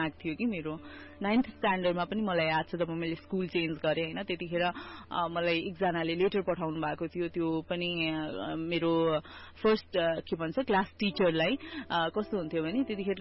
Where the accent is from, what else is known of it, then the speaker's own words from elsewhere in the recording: Geetanagar, Bagmati, Nepal; born there; मेरो जन्म चाहिँ नारायणगढ चितवनको गीतानगरमा भएको हो